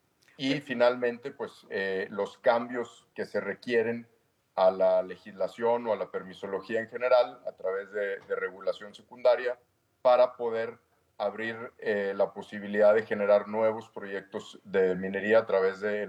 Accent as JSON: {"language": "Spanish", "country": "Mexico", "said": "los primeros beneficiados de la posibilidad de abrir, de volver a abrir el sector minero, somos los mexicanos."}